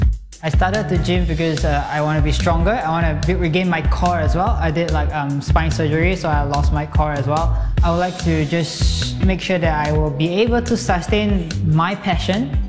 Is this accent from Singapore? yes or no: yes; Singapore; I'm one of the few female sushi chefs in the world, and I'm a Singaporean.